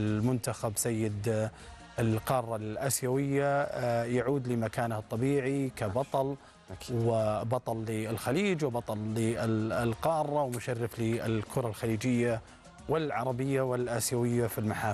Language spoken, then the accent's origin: Arabic; Saudi Arabia; اليوم كلنا كسعوديين نشعر بفخر كبير جداً